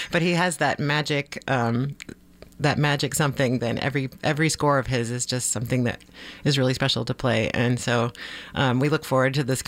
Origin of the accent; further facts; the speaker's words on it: Lynchburg, Virginia, United States; growing up, the car radio was always on the Roanoke station. I'm from Lynchburg.